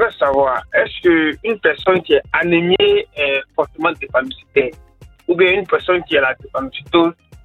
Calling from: Abidjan, Côte d’Ivoire; j'appelle depuis Cocody.

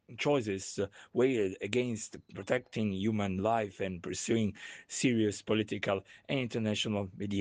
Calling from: Bari, Apulia, Italy; I'm speaking from Bari in Puglia, Italy.

